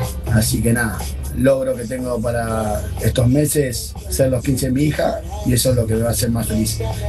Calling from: González Catán, Buenos Aires Province, Argentina; de la Ferrer.

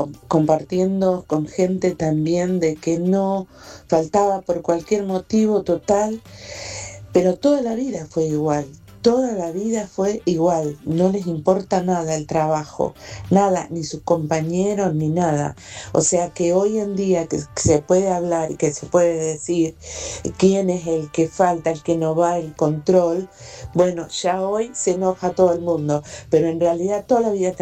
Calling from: Ciudadela, Buenos Aires Province, Argentina; de Ciudadela, con la consigna. Tengo 73 años

